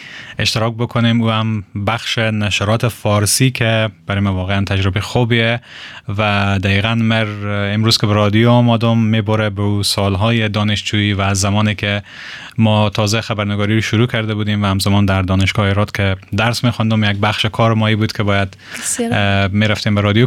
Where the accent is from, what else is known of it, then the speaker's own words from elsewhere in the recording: Herat, Afghanistan; و متولد هراتم.